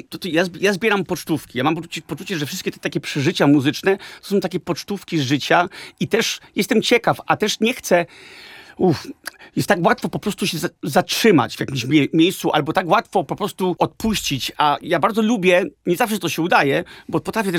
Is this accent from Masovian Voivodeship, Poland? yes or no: no; Zabrze, Silesian Voivodeship, Poland; Jestem Polakiem, urodziłem się w Zabrzu.